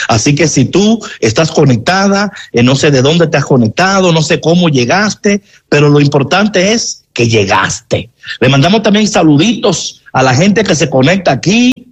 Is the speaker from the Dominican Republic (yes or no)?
yes; Dominican Republic; Elila de la República Dominicana, mi paisana.